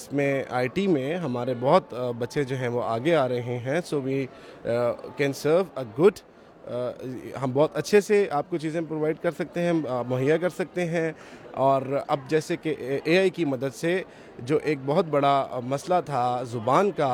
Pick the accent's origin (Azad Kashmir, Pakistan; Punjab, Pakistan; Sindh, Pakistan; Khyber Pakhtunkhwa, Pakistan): Punjab, Pakistan; Lahore; السلام علیکم، … اور ہم لاہور سے آئے ہیں۔